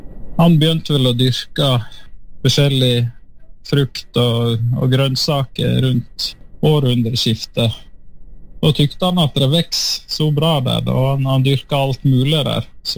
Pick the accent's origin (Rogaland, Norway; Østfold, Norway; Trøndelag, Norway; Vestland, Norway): Vestland, Norway; Leikanger; also born or lived in Bergen; now in Skjolden, Norway; Kona med …, og jeg er fra Leikanger, da.